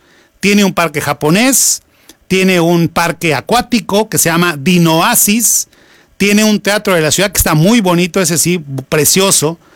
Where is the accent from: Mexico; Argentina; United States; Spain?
Mexico; pero el 15 de septiembre yo me desquito porque ahí sí demuestro que soy mexicano.